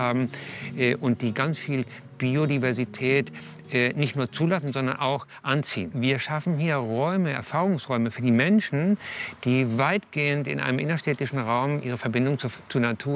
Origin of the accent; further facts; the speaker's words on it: Canary Islands, Spain; now in Hamburg, Germany; Ich bin auf den Kanarischen Inseln groß geworden